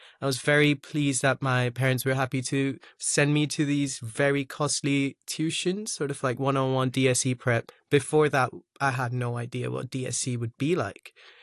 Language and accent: English; Hong Kong; So obviously I was born in Hong Kong. For the first few years, I did go to an international kindergarten. And then for primary, a short stint. And then I was moved back to local school in P1 as well.